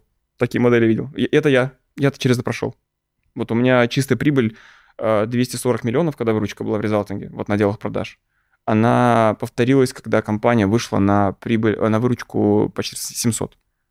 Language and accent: Russian; Moscow, Russia; Я же из Люблино парень, из Новокосино. Типа, я ходил в обычную общедательную школу